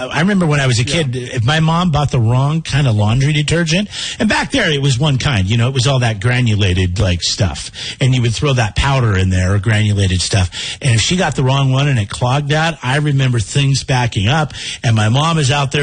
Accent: Washington, United States; I was my earliest memory of being out there in the rain because I grew up in Washington State.

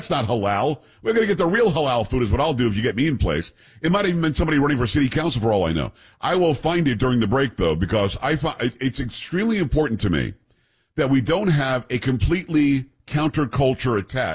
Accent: New York, United States; also born or lived in South; I mean, I'm originally from New York. Maybe I left before we got that word in school. But growing up in the South, I don't think anybody uses that word around me.

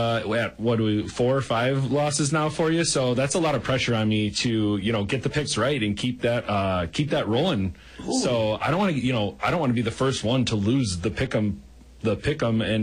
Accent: Germantown, Wisconsin, United States; Yeah, born and raised in Wisconsin in good old Germantown.

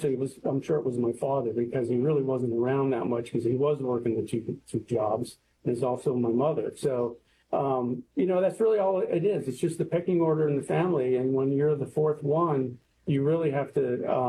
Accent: Renton, Washington, United States; I was living in Renton, Washington, which is the community that a lot of people worked at the Boeing company and went to Catholic school.

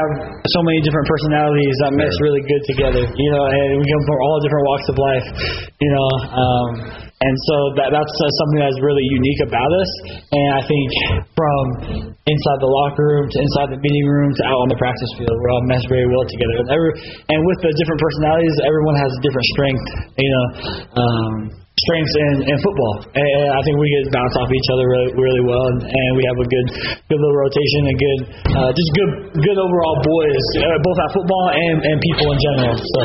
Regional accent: Arizona, United States; And also Arizona, of course, I'm from Arizona. I'm from the Valley, but we're going down to Tucson.

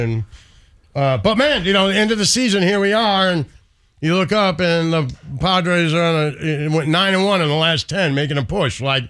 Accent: Detroit, Michigan, United States; now in Kansas City, United States; even me and you growing up in Detroit

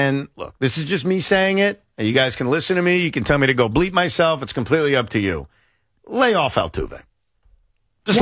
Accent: Long Island, New York, United States; moved away as an adult; now in Westchester, United States; where I grew up on Long Island.

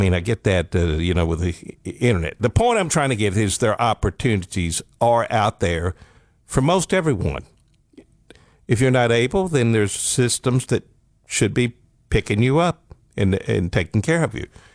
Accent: Alabama, United States; I grew up in Northeast Alabama on a mountain.

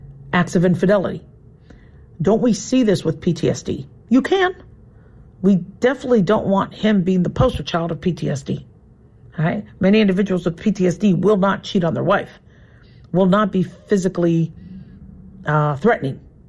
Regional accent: United States; But, you know, for me, I'm American first.

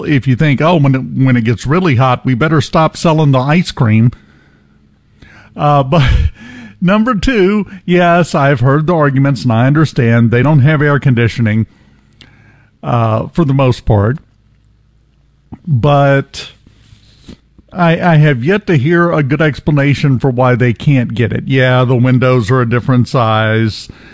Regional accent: Mississippi, United States; I'm from Southwest Mississippi.

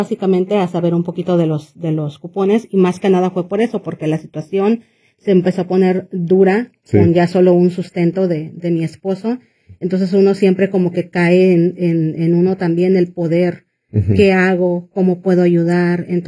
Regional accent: Tonatico, State of Mexico, Mexico; now in Waukegan, United States; yo soy de México, del Estado de México, un, sí, lugar que se llama Tonatico.

